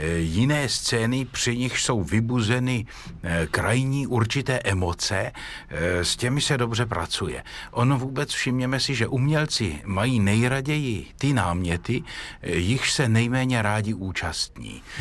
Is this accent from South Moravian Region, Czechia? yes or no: yes; Brno, South Moravian Region, Czechia; jako Brňák si potrpím na dějiny okolí Brna a tudíž mě od malička zajímá bitva u Slavkova